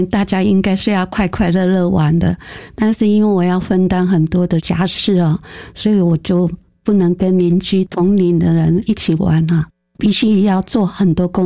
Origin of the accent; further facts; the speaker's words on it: Taichung, Taiwan; 好，我是50年出生的，出生的地点是台中市潭子乡。那里最有名可能大家都知道是潭子加工区。可是我的家是住在靠山边。我们家是一个大家族